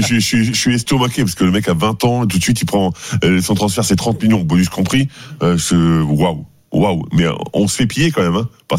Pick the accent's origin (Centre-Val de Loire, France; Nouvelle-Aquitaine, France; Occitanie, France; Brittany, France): Nouvelle-Aquitaine, France; Limoges; je viens de Limoges